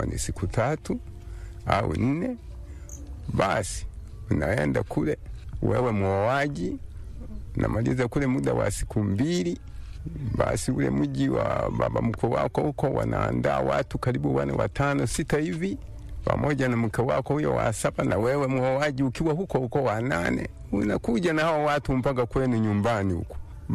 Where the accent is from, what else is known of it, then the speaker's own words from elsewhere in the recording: Bunda, Mara, Tanzania; born there; also born or lived in Rukungu, Magu District, Mwanza / Lunala, Nasa; 1952 tukawa tumehama kutoka Lunala, tukarudi sehemu za Shashi, Bunda. Tumeishi Bunda mpaka mwaka 1956 mimi nikawa nimeanza shule hapa hapa Bunda.